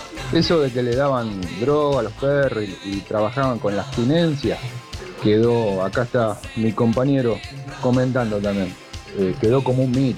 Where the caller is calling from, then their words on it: La Plata, Buenos Aires Province, Argentina; de La Plata.